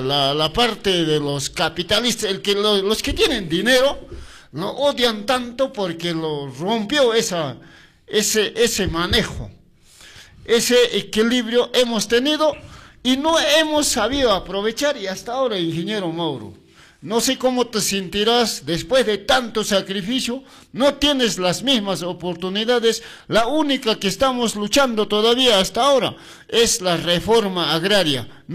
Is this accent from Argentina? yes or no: no; Peru; como nacionalista que somos, que como peruano que hemos nacido.